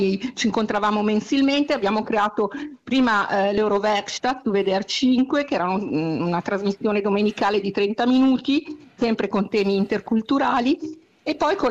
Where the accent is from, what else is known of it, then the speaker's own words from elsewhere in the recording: Milan, Lombardy, Italy; moved away as an adult; now in Cologne, Germany; io ho vissuto in Italia fino alla maturità, sono di Milano e poi mi sono trasferita a Colonia ed ero al mio ultimo anno di università